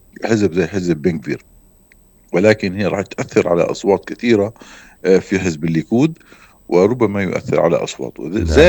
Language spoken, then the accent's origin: Arabic; Palestine; إحنا كفلسطينيين